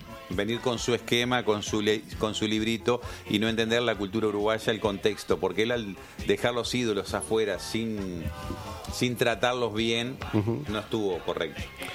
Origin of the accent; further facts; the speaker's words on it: Colombia; Claro, soy colombiano.